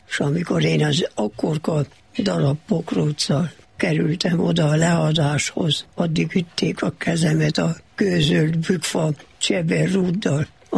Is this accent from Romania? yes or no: yes; Okland, Harghita, Romania; moved away; Oklandon éltem le az életemet, amíg otthon voltam.